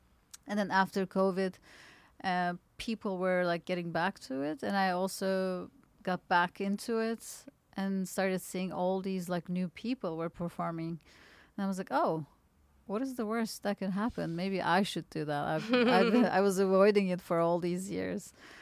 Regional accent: Istanbul, Turkey; moved away as an adult; now in Berlin, Germany; I come from Turkey and I did not do comedy back when I lived in Istanbul. I moved here for my studies and.

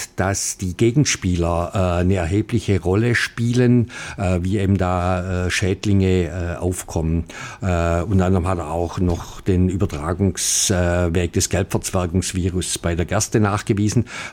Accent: Welzheim, Baden-Württemberg, Germany; Wir kommen aus dem schwäbischen Mittelstand, Maschinenbau, deshalb bin ich Diplom-Ingenieur in meinem Heimatort Welzheim.

